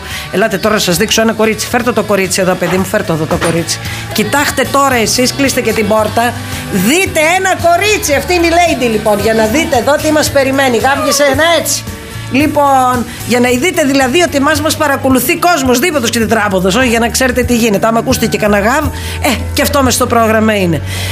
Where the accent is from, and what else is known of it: Greece